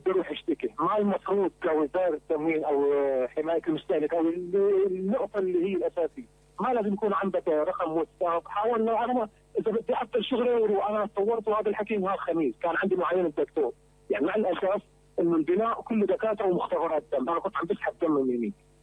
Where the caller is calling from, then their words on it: Homs, Homs Governorate, Syria; من مدينه حمص.